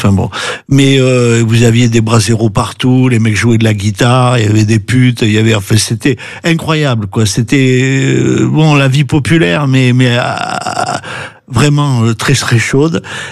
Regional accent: Avignon, Provence-Alpes-Côte d'Azur, France; also born or lived in Lyon; mon papa lui était de Lyon, et donc je suis né à Lyon, mais j'ai grandi à Avignon parce que j'étais mieux dans ma famille italienne que dans ma famille lyonnaise.

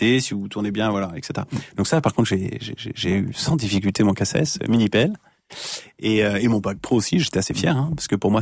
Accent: Auvergne-Rhône-Alpes, France; parce que on est aussi de la Savoie. Et donc, en Savoie, j'ai toujours abattu les arbres, les pins principalement. Donc, on est assez bûcherons.

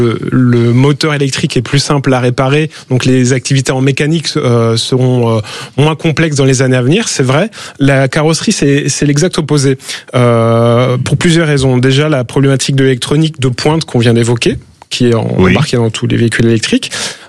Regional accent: Grand Est, France; Moi, je suis Alsacien, je suis très fier de cette région-là. Je sais qu'on a d'excellentes écoles là-bas.

